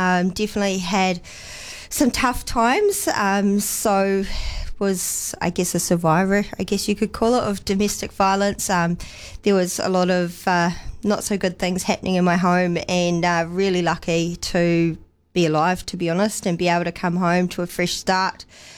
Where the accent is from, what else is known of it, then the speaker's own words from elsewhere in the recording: New Zealand; moved away as an adult; also born or lived in United States; I was born in the States. My dad was American, but he passed away when I was 5. So I didn't know my American side of the family growing up in New Zealand. And so anyways, got a job in the States on a dairy farm, and what was supposed to be 12 months turned into 8 years.